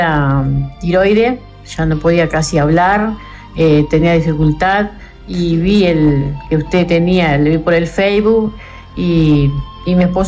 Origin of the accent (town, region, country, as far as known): Villa Constitución, Salto, Uruguay